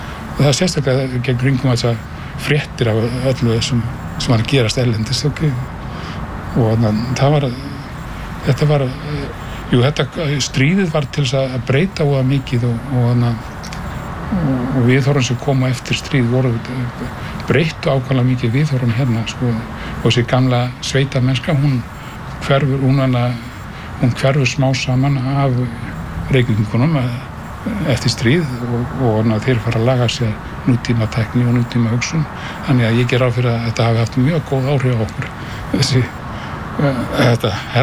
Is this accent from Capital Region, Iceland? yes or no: yes; Reykjavík, Capital Region, Iceland; þetta var svo óskaplega ólíkt þessum smábæ sem maður að alast upp í Reykjavík.